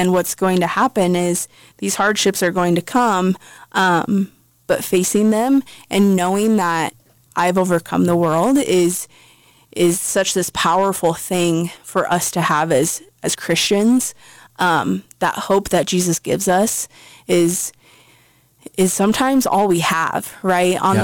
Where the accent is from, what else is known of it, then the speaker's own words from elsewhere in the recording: Nebraska, United States; born there; moved away; last weekend I was back home in central Nebraska